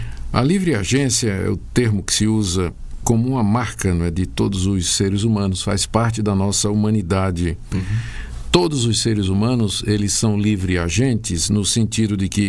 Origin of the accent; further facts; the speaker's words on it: Recife, Pernambuco, Brazil; Opa, cidade onde eu cresci.